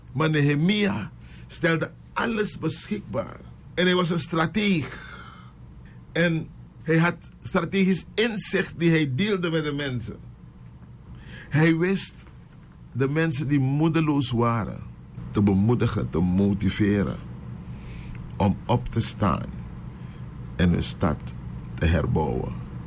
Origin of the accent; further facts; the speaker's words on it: Suriname; Heren, als Suriname zijn we ontwaakt. Als Surinamers is er vaderlandsliefde in ons.